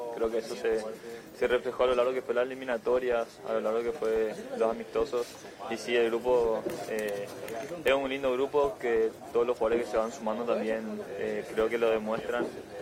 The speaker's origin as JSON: {"language": "Spanish", "country": "Paraguay", "moved": "yes", "said": "Sí, feliz, contento de estar acá, de estar en mi país con mis compañeros."}